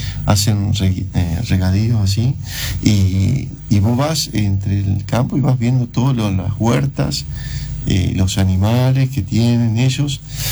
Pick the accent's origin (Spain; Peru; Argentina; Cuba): Argentina; como ahora para el mundial todos somos argentinos